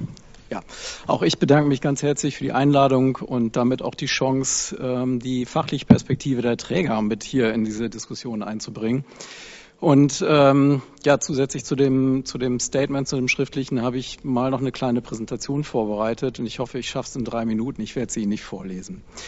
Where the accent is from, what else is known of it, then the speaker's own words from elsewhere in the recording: Flensburg, Schleswig-Holstein, Germany; und gerade ich komme aus Flensburg, nicht von großen Unternehmen.